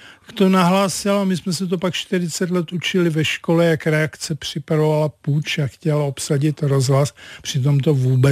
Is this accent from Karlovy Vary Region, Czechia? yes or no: yes; Karlovy Vary, Karlovy Vary Region, Czechia; pocházím z Karlových Varů